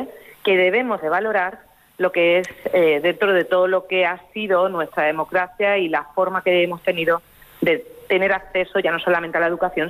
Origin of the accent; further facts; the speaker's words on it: Jarais de la Vera, Extremadura, Spain; es como alguien de un pueblo de Extremadura, de un pueblo chiquitito, que yo soy de Jarais de la Vera